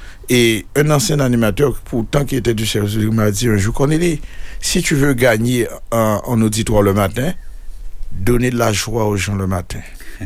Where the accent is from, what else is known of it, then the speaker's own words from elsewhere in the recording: Guadeloupe; chez nous en Guadeloupe